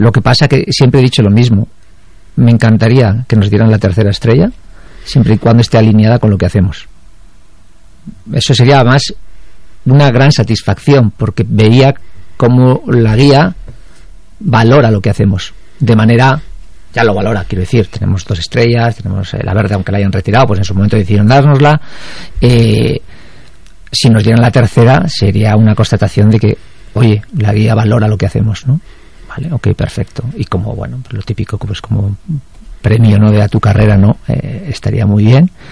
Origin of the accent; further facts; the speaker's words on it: Basque Country, Spain; me paso con el coche por la casa donde yo nací. No nací en la casa, ¿entiendes? Pero donde viví toda mi infancia. Uh-huh. Hasta que me marché de casa, que estaba en un barrio obrero, en Zaramaga.